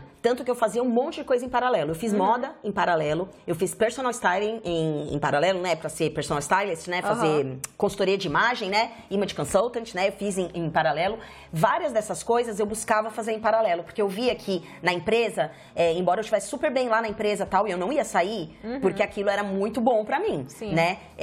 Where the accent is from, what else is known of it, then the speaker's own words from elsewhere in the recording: São Caetano do Sul, São Paulo, Brazil; moved away as an adult; also born or lived in Salvador, Bahia; now in Canada; eu saí de São Paulo, nasci em São Paulo, né? Na região metropolitana, São Caetano do Sul. E eu morei lá 28 anos, 29, 28 para 28, 28 para 29 anos. Quando chegou o retorno de Saturno, os meus 28, eu fui para Salvador, né, para Bahia.